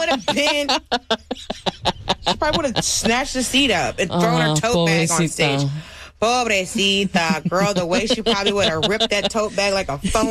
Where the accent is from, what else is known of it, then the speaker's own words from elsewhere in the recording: Atlanta, Georgia, United States; So I still had the long beard with my gold bees in it because I'm still from Atlanta, right? But, you know, on some just old head southern stuff.